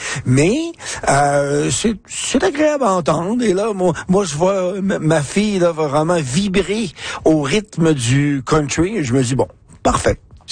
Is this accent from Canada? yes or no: yes; Canada; chez nous au Canada